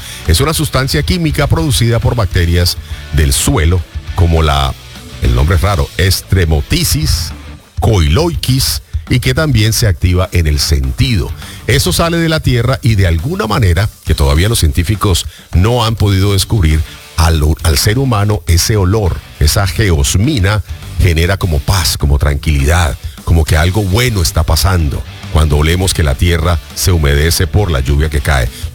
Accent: Colombia; Yo recuerdo mi niñez, por ejemplo, mi adolescencia en Colombia, cuando llovía, salía de la tierra un olor espectacular

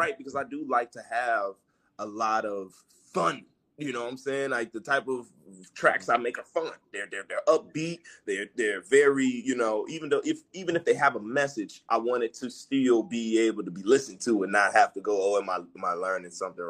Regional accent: Chicago, Illinois, United States; I'm from Chicago, man. My mama from Eaglewood.

